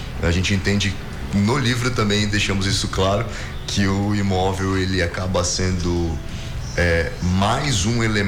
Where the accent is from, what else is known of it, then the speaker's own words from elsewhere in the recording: Manaus, Amazonas, Brazil; Eu falo isso como manauara